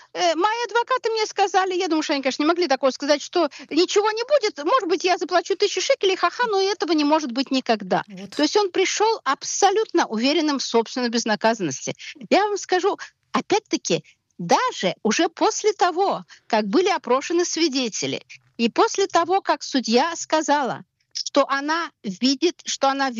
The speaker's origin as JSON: {"language": "Russian", "country": "Russia", "moved": "yes", "lives_now": "Israel", "said": "я давно уехала из России, не могу сказать, насколько это в России сегодня допустимо"}